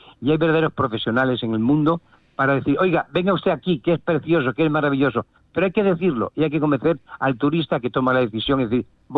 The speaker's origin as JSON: {"language": "Spanish", "region": "Extremadura", "country": "Spain", "said": "Yo creo que Extremadura, de la cual me siento un hijo excepcional, porque quiero mucho a mi tierra pobre"}